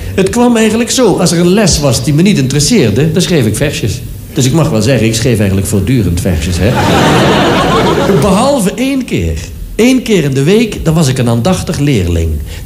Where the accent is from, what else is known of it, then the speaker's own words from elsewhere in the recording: Sittard, Limburg, Netherlands; born there; in Sittard, waar ik geboren ben